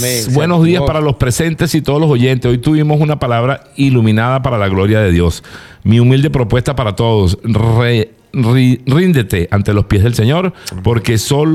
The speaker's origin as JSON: {"language": "Spanish", "region": "La Guaira", "country": "Venezuela", "said": "Desde mi tierra, desde La Guaira."}